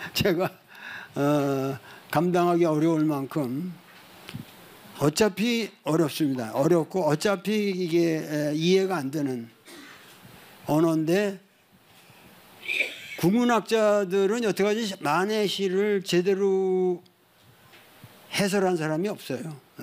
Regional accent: Cheonan, South Chungcheong, South Korea; born there; 제가 천안에서 태어났기 때문에 홍성 그러면 좀 친근감이 있어요.

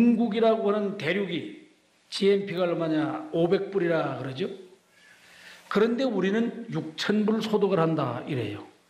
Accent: South Korea

